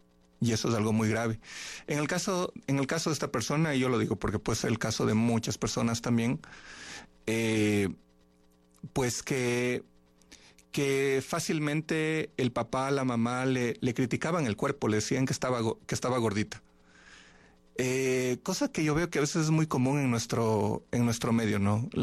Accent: Ecuador

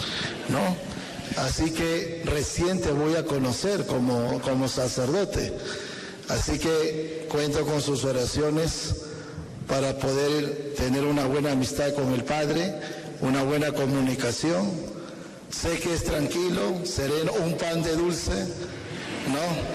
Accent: Coast, Ecuador; como costeño que soy

